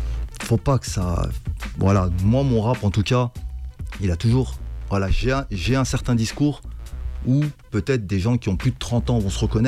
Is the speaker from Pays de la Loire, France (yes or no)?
no; Chambéry, Auvergne-Rhône-Alpes, France; Moi, je viens de Chambéry-le-Haut. J'ai vécu à la ZUP. Je suis né là-bas.